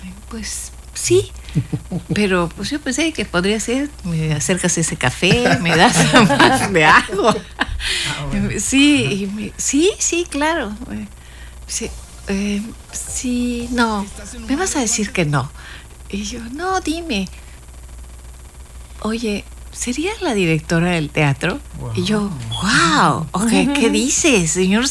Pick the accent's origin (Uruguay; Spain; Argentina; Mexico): Mexico; Mérida, Yucatán; now in Cancún, Mexico; yo soy originaria de Mérida, solamente he vivido, hace un momento lo comentaba, soy peninsular 100% porque solo he vivido en la península, llevo en Cancún 50 años.